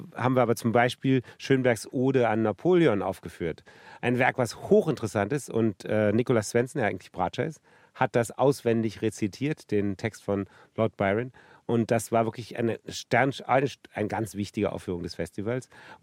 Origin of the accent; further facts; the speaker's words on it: Berlin, Germany; Ein Album zu meiner Jugend in Ost-Berlin.